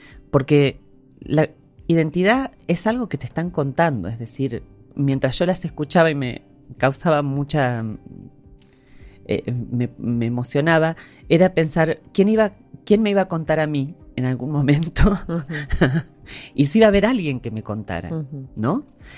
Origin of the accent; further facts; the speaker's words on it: Argentina; hago psicoanálisis como buena argentina hace ya muchos años